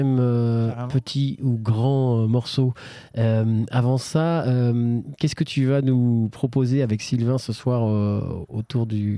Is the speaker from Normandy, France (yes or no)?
yes; Caen, Normandy, France; Il y a quelques cafcons aussi à Caen, nous venons de Caen